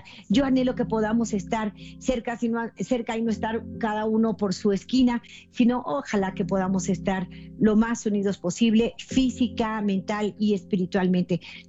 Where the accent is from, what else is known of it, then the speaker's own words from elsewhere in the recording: Mexico; Nosotros obviamente como mexicanos queremos echarle porras a nuestro México